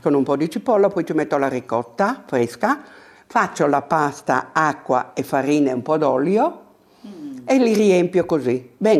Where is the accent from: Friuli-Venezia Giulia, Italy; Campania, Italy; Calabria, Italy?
Friuli-Venezia Giulia, Italy; Io vengo dalla Carnia, dove ci sono delle tradizioni.